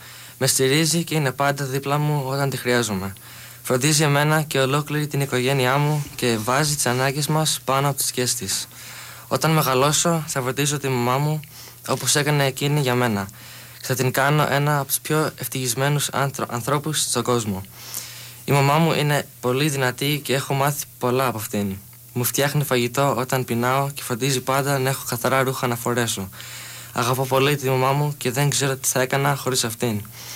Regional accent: Athens, Attica, Greece; moved away; I'm from Vuliagmeni

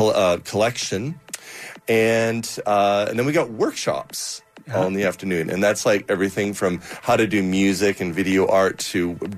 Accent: Calgary, Alberta, Canada; I'm born and raised in Calgary, and so the community just runs so deep here, so you just kind of know people from everywhere.

